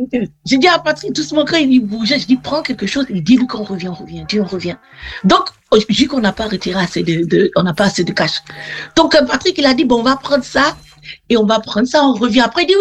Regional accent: Côte d’Ivoire; Et Yunuske nous a demandé, vous venez d'où? Après, on dit de la Côte d'Ivoire.

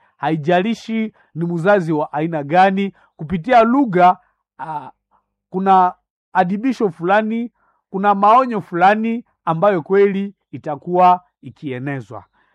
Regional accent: North Kivu, DR Congo

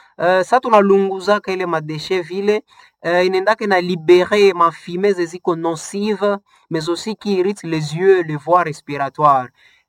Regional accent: Butembo, North Kivu, DR Congo; ici chez nous à Butembo.

